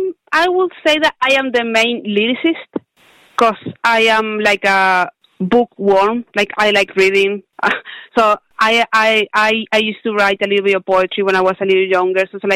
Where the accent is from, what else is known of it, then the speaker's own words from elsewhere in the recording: Argentina; moved away as an adult; now in Liverpool, United Kingdom; I am from Argentina, actually, so I am a very far away from home, but I am in my second home, which is Liverpool